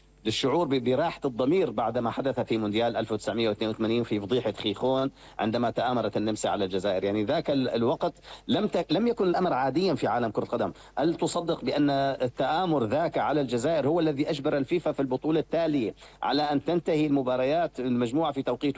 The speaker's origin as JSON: {"language": "Arabic", "country": "Syria", "said": "عندنا بصراحة كسوريين."}